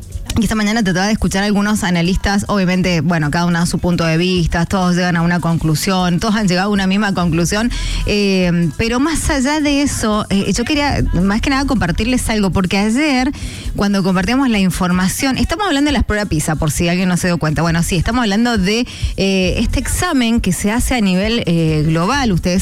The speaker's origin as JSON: {"language": "Spanish", "country": "Argentina", "said": "todo lo que nos pasa a nosotros como argentinos, como, bueno, o como humanidad en realidad"}